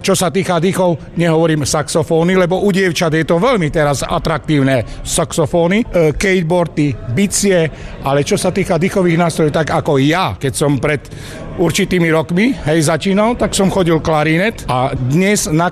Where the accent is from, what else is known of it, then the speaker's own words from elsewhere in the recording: Humenné, Prešov Region, Slovakia; No a my sme povedali, že my sme z Humennoho.